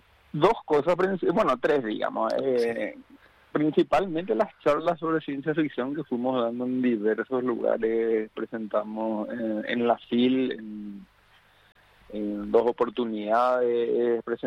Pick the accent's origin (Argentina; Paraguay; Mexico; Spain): Paraguay